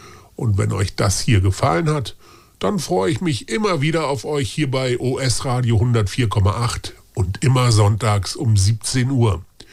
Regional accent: Baden-Württemberg, Germany; aber wir sind beide in Baden-Württemberg aufgewachsen.

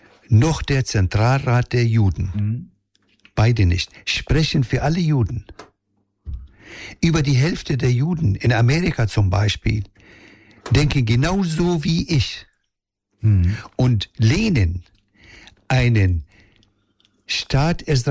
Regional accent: Palestine; now in Germany; als Palästinenser nicht und als Bürger dieses Landes auch nicht

